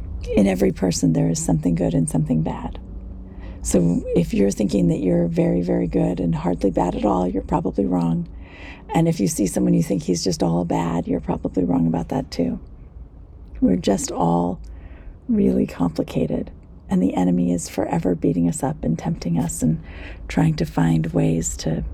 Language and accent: English; United States; as an American